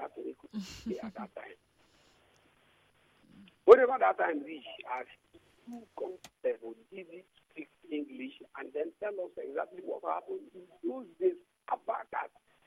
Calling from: Nigeria; I'm calling all the way from Obele.

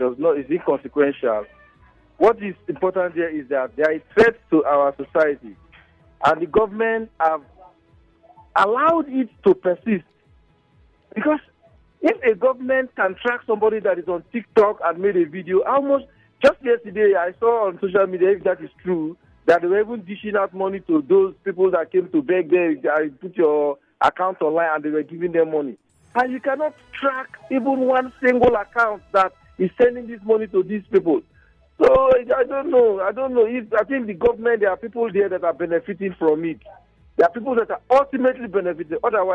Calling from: Okrika, Rivers, Nigeria; I'm calling from Okrika.

